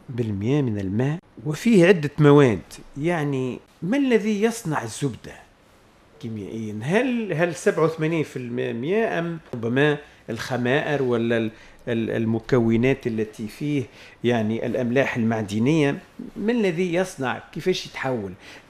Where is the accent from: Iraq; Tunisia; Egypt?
Tunisia; نحن عندنا في تونس